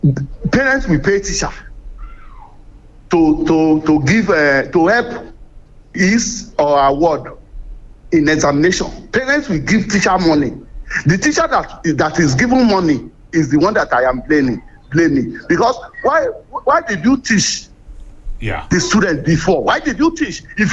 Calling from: Akure, Ondo, Nigeria; This is the voice of … from Akure.

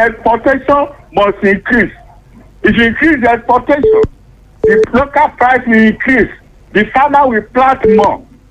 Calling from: Akure, Ondo, Nigeria; from Kejebu, Akure.

